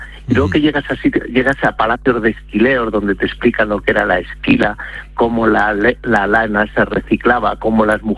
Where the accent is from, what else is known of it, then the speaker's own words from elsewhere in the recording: Castile and León, Spain; ¿cómo no lo voy a conocer si es mi tierra? Si es que yo me crié tirando cantos a los del pueblo de arriba, a los de Navasequilla, y los de la Lastra me tiraban cantos a m